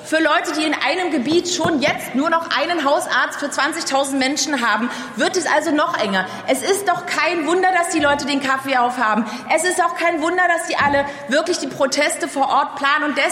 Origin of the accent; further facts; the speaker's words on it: Berlin, Germany; Als Berlinerin bin ich da natürlich leidgeprüft.